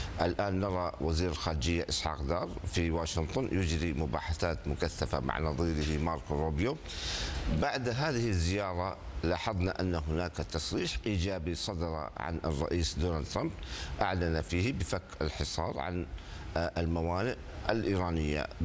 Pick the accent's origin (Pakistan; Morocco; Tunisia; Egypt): Pakistan; أنا كباكستاني وقريب ومتابع للوساطة الباكستانية